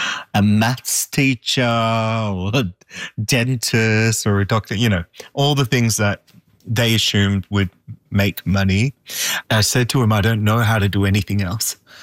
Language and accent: English; Australia; Definitely, yeah. We you know, apart from the Persian rugs everywhere, we had the artworks and just the decor, but just the way of being, right?